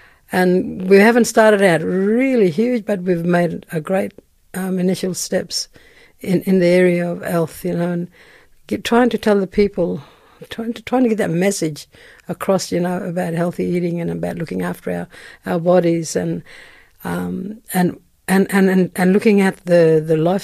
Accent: Carnarvon, Western Australia, Australia; I originally come from Carnarvon, up in the Gascoyne region. Born and bred in that town.

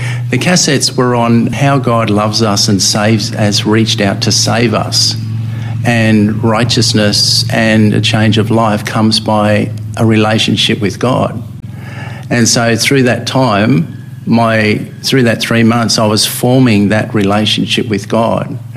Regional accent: Papua New Guinea; I grew up in New Guinea for 7 years as a child

